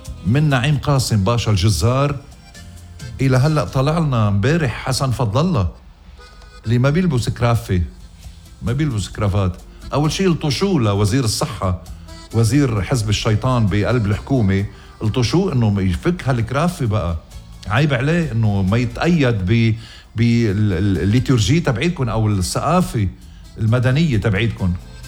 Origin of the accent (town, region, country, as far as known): Lebanon